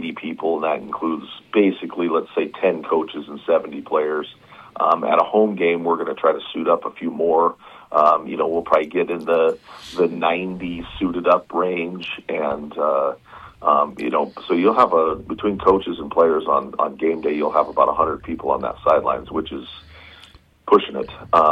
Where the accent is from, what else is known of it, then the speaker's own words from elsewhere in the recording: Montana, United States; moved away as an adult; now in Redding, United States; I came from Montana. I have, most of my life was Montana born and raised. Went to school in Montana, went to the University of Montana there.